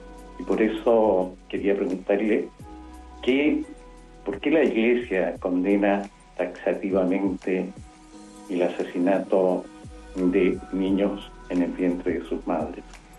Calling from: Temuco, Araucanía, Chile; Bueno, yo soy vivo en Temuco, pero ahora estoy acá.

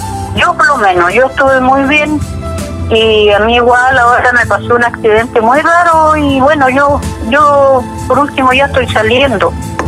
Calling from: Villarrica, Araucanía, Chile; Desde acá de Villarrica, de los volcanes

